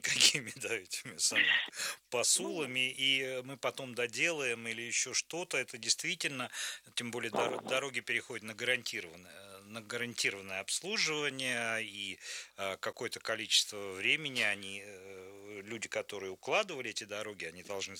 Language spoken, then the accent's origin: Russian; Aleksinsky District, Tula Oblast, Russia; moved away; я тоже все детство провел в Алексинском районе